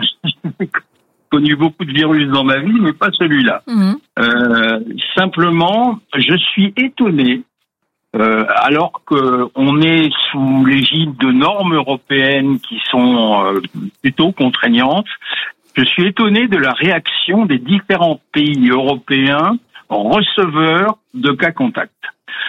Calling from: Annecy, Auvergne-Rhône-Alpes, France; Je vous appelle du bord de l'Ec d'Annecy

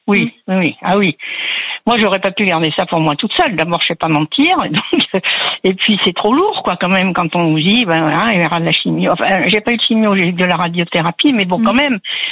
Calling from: Deuil-la-Barre, Île-de-France, France; Deuil-la-Barre.

